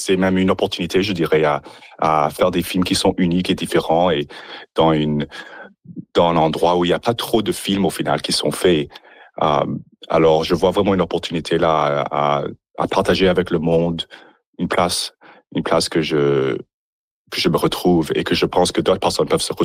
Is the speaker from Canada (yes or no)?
yes; Nipawin, Saskatchewan, Canada; moved away; Je suis originaire de l'Ipawin. Je suis même à l'Ipawin tout de suite là, chez mes parents.